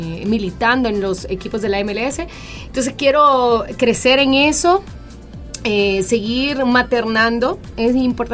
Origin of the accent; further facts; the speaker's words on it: El Salvador; Nosotros como salvadoreños